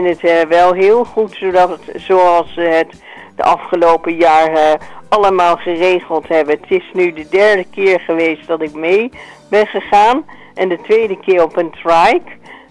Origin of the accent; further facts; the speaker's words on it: Gelderland, Netherlands; Ik kom een beetje uit de Achterhoek.